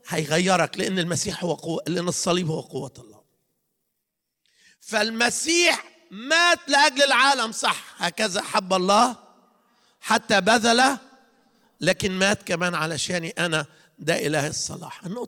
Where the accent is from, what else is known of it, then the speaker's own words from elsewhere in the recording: Egypt; now in Netherlands; انا مصري وابويا مصري